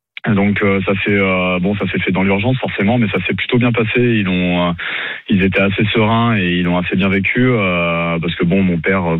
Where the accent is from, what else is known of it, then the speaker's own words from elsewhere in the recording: Limoges, Nouvelle-Aquitaine, France; on est originaire de Limoges